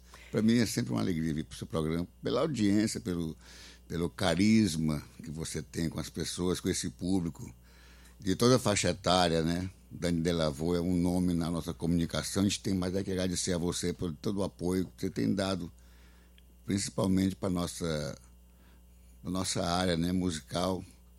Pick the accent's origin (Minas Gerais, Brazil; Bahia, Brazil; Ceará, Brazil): Ceará, Brazil; Tianguá; also born or lived in Fortaleza; sou da Serra Grande aí, do Tianguá, embora tenha nascido aqui em Fortaleza, mas meu berço cultural, berço familiar, tudo é da Serra Grande. Foi lá onde eu me criei, onde eu finquei minhas raízes.